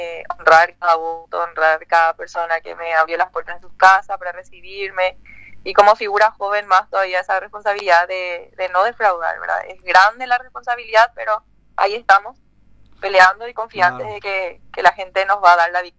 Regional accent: Hernandarias, Alto Paraná, Paraguay; soy de Hernandarias, tengo 33 años

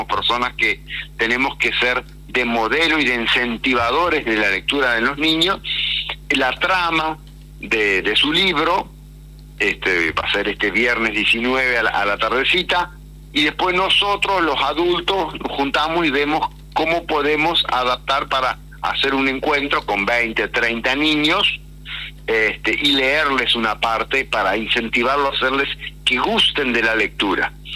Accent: Entre Ríos, Argentina; para nosotros julio es importante como colectividad alemana en la región

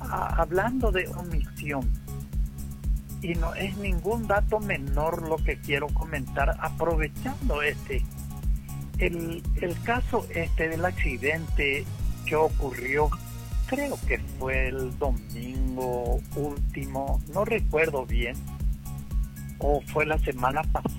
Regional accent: Mallorquín, Alto Paraná, Paraguay; moved away; yo soy de Mallorquín, tengo muchos parientes, hermanos allá

